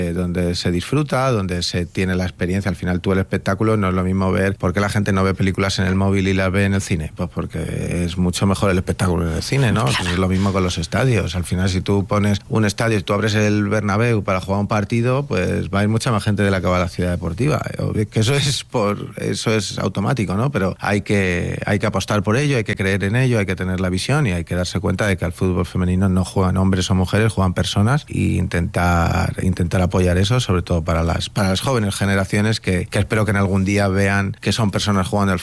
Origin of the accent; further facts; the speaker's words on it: Spain; yo siempre soy muy español, pero ya estoy un poco también globalizado, pero siempre sí, siempre muy orgulloso de mi país, de mis raíces, de donde soy, y intentando defender y llevar la bandera de España